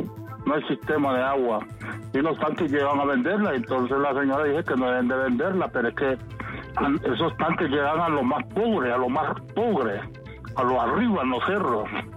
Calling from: Tegucigalpa, Francisco Morazán, Honduras; De aquí, de Altos de la Laguna.

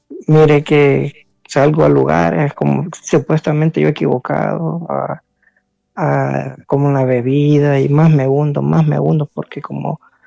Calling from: Tegucigalpa, Francisco Morazán, Honduras; De aquí de Tegucigalpa, de Barrio Buenos Aires.

